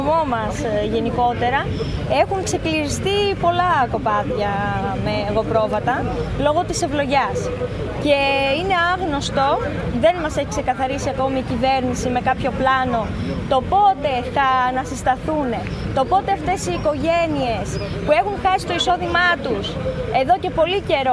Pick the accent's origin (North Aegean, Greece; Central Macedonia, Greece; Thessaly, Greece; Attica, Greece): Thessaly, Greece; Almyros; και είμαι κτηνοτρόφος από τον Αλμυρό Μαγνησίας.